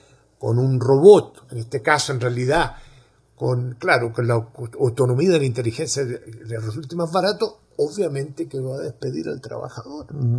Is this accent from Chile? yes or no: yes; Chile